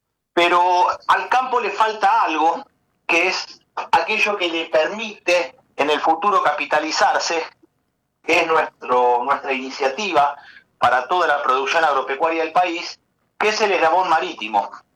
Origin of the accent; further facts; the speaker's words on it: Argentina; los argentinos